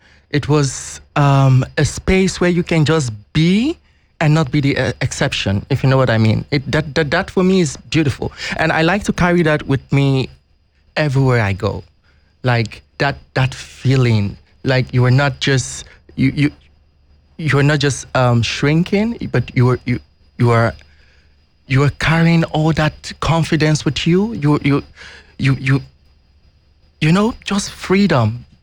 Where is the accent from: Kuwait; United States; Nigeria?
Nigeria; now in Netherlands; I come from Nigeria.